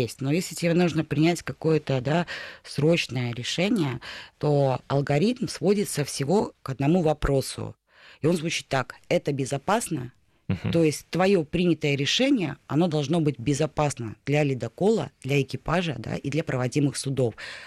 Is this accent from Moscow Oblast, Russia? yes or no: no; Bryansk Oblast, Russia; мы же сами из Брянской области.